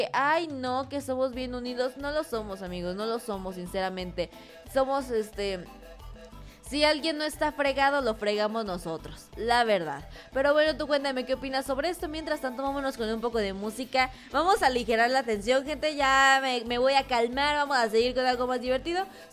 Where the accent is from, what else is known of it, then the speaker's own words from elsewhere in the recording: Mexico; libertades que tenemos nosotros como mexicanos.